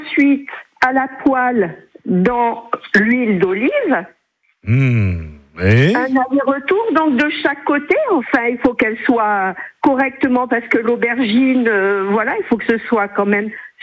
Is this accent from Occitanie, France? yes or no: no; Bourg-de-Péage, Auvergne-Rhône-Alpes, France; je suis de Bourg-de-Péage, en fin de compte. On va dire en transit à Chavannes. Péageoise de cœur.